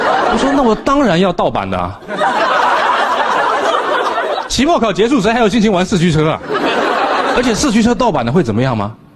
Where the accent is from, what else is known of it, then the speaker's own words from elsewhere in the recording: Fujian, China; 我出生在福建西部的一个靠山的多雨的小县城